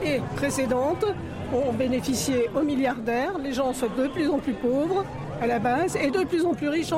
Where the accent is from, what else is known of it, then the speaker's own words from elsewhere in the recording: Saint-Étienne, Auvergne-Rhône-Alpes, France; Je suis originaire de Saint-Étienne. J'avais un grand-père mineur dans le quartier où habitait ma grand-mère. Il y avait des Portugais, des Polonais, des Italiens, des Espagnols, des Maghrébins.